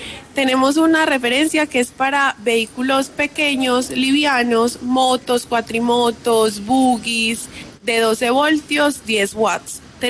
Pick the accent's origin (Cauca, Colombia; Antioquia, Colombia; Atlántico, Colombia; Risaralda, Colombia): Antioquia, Colombia; Medellín; moved away as an adult; now in La Calera, Colombia; Soy de Medellín. Uh-huh. Y me vine a vivir a Bogotá el año pasado, vivo en La Calera y vivo cerca del páramo de Chingaza